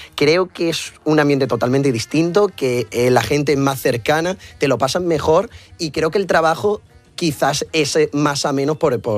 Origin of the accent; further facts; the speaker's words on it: Málaga, Andalusia, Spain; Yo soy de Málaga